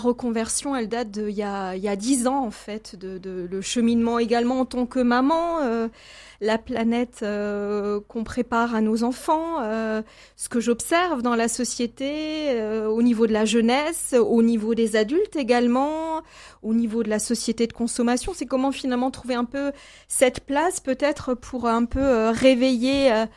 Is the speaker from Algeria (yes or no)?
no; Strasbourg, Grand Est, France; born there; moved away as an adult; also born or lived in Luxembourg; je suis née à Strasbourg, donc la proximité de l'Allemagne, des stages effectués là-bas, 10 ans passés au Luxembourg